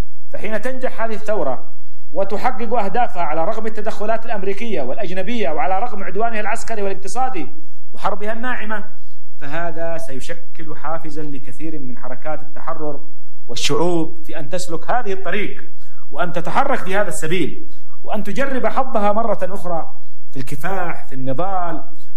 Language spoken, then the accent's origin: Arabic; Yemen; وهذا الاستقلال الذي نشعر به كيمنيين اليوم،